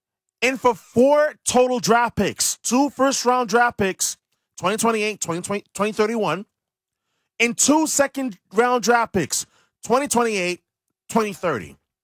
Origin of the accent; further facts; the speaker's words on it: New York, United States; moved away; I was in New York, in my hometown.